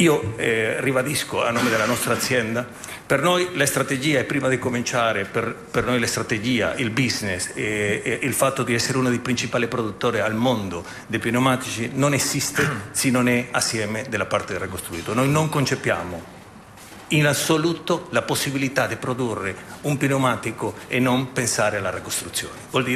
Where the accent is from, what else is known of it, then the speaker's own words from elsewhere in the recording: Brazil; vengo dal Brasile, conosco molto i numeri del Brasile